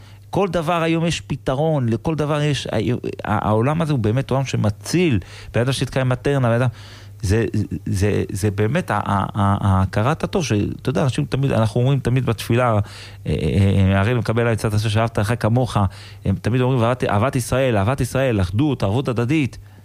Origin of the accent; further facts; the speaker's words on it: Gush Katif, Gaza Strip, Palestine; now in Israel; פשוט אני גדלתי שם אני לא בגוש קטיף כאילו הייתי אז ילד וחיינו את התקופה הזאת של גוש קטיף